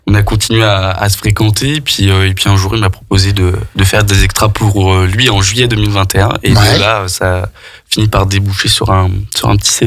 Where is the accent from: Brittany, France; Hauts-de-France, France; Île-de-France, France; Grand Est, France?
Île-de-France, France; Bondy; born there; moved away; Je viens de Bondy